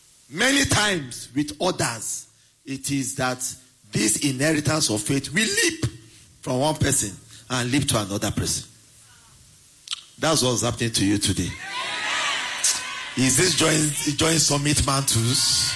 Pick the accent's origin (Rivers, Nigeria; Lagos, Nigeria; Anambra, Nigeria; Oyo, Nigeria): Oyo, Nigeria; Ibadan; When I was growing up, I grew up in University of Ibadan.